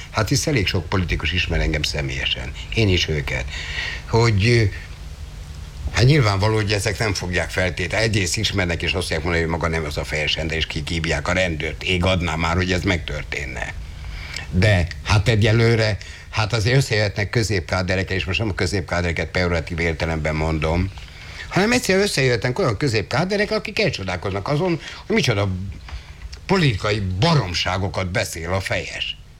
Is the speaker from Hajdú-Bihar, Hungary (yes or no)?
no; Budapest, Hungary; nem csak azért, mert Józsefvárosból jöttem